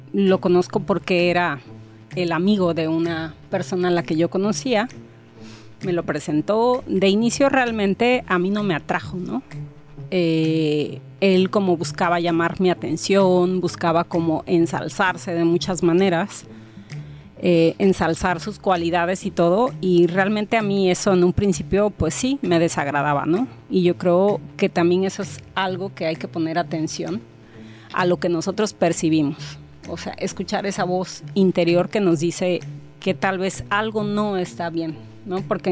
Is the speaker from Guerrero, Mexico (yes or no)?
yes; Acapulco, Guerrero, Mexico; moved away; yo salí de Acapulco, pero Acapulco no salió de mí, ¿no? Y es un placer poder estar aquí en mi tierra natal